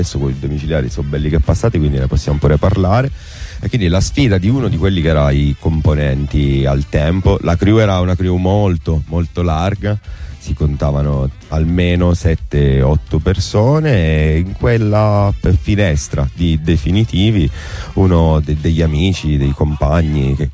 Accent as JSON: {"language": "Italian", "region": "Sicily", "country": "Italy", "accent": "Sicilian", "said": "il mio accento siciliano"}